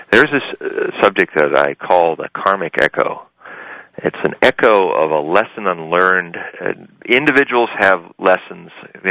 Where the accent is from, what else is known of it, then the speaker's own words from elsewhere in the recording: United States; I'm an American, and I follow American ideas, and I perceive the world, for better or worse, in an American perception.